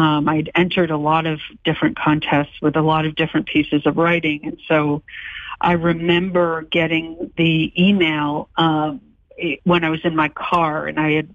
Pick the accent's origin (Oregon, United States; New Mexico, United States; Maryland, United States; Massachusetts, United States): Massachusetts, United States; Boston; also born or lived in Brookline; growing up in Brookline and Boston at that time.